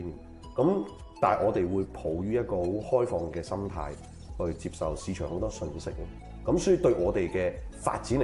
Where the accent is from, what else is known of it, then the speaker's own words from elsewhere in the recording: China; 我覺得我哋中國人做到嘅嘢，應該會比呢個世界 感到驚喜